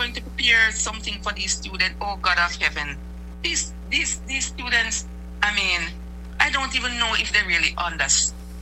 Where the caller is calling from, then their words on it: Jamaica; Because none of us as Jamaican are afraid of our student going outside or trying to learn in learning nature.